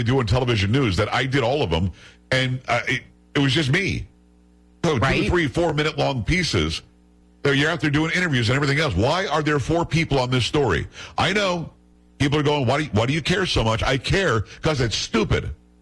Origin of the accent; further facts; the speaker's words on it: Texas, United States; Love Texas. Love. … I'm a Texan.